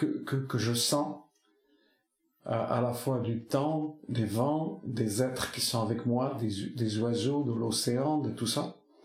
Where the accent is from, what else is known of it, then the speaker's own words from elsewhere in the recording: Basque Country, France; first language Basque; French is a second language; j'ai grandi dans la culture basque. Mm-hmm. C'est-à-dire que ma première langue a été l'euskara, comme on dit, qui est ma langue maternelle, celle de mes enfants aussi, qui ont grandi dans cette langue.